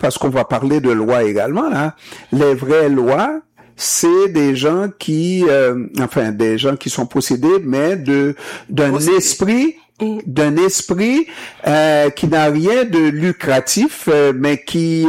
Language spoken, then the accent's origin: French; Haiti; Mais c'est ce que j'ai vu dans ma jeunesse en Haïti.